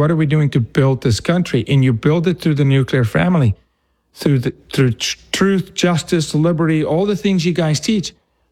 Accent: Omaha, Nebraska, United States; also born or lived in Paducah, Kentucky; Let me tell you when I was raised in Nebraska and Omaha or in Paducah, Kentucky.

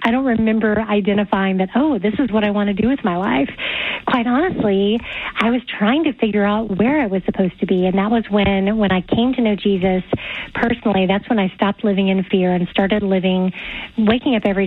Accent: Oklahoma, United States; I think growing up in Oklahoma, it's the Bible Belt. At least when I grew up, everybody called themselves a Christian. You were either a Methodist or a Baptist, and that was it.

